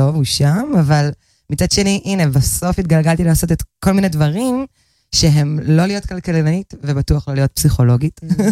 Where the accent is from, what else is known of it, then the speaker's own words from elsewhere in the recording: Tel Aviv, Tel Aviv District, Israel; אז אני, אגב, במקור מתל אביב